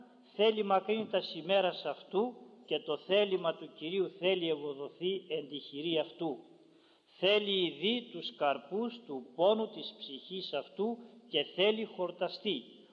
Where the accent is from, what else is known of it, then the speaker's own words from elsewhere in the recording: Ioannina, Epirus, Greece; Εγώ θυμάμαι όταν ήμουν μικρό στα Γιάννενα